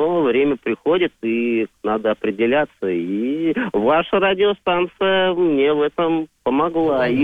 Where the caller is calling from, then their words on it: Moscow, Russia; Я из Москвы. Из Москвы, но на данный момент я нахожусь под Москвой.